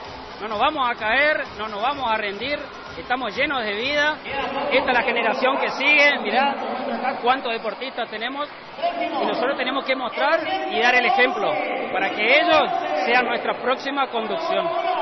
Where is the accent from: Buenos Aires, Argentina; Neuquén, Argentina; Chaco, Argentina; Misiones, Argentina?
Chaco, Argentina